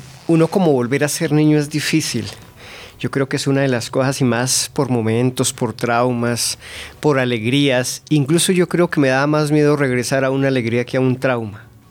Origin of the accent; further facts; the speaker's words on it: Siachoque, Boyacá, Colombia; Sí, sí, soy de Siachoque. Mi mamá es de Siachoque, mi abuelo y los antepasados de mi abuelo, quién sabe hasta qué